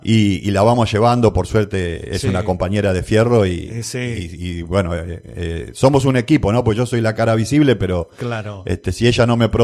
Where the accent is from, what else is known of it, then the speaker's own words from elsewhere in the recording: Buenos Aires Province, Argentina; now in Bragado, Argentina; hace 14 años que está residiendo en Bragado y vine por trabajo, vine de Buenos Aires, del conurbano.